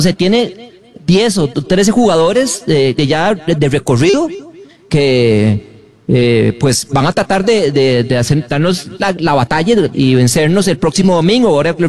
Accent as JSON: {"language": "Spanish", "country": "Costa Rica"}